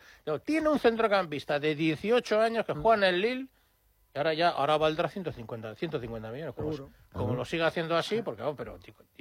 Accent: Mexico; Yo soy de México, pero bueno.

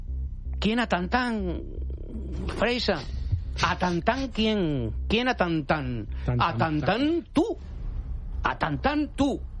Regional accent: Spain; Mías esas playas también como español.

